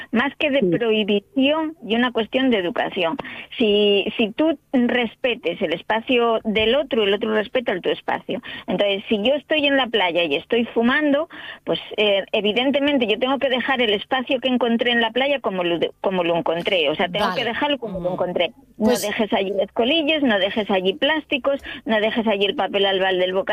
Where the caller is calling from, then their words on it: Gijón, Asturias, Spain